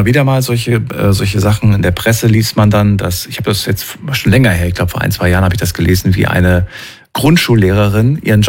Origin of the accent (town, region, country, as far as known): Thuringia, Germany; born or raised there